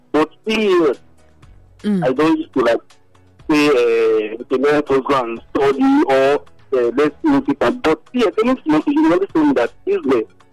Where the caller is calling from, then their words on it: Egypt; calling you from Egypt.